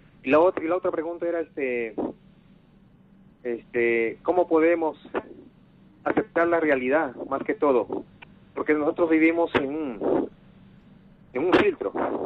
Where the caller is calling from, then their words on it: Piura, Peru; De Piura, Padre Malca, buenos días.